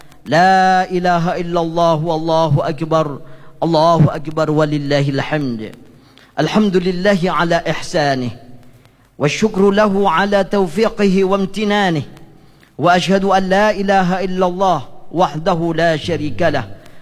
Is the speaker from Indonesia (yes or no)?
yes; Indonesia; عن بلدنا اندونيسيا هذا خاصة وعن سائر البلدان المسلمين عامة